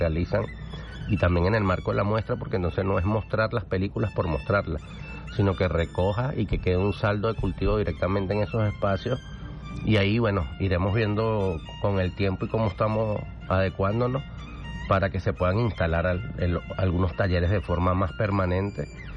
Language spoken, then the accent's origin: Spanish; Caracas, Capital District, Venezuela; Yo vengo de La Vega, yo vengo de Katia